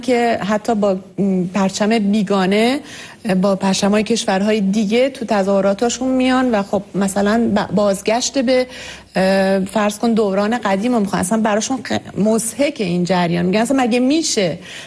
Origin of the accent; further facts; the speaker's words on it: Iran; moved away; خب متوجه میشن ما ایرانی هستیم